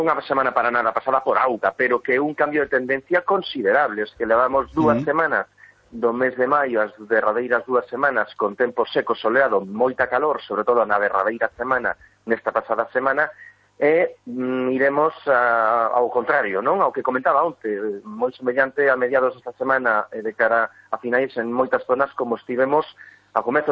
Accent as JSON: {"language": "Galician", "region": "Galicia", "country": "Spain", "said": "pero non debería de sorprendernos como galegos."}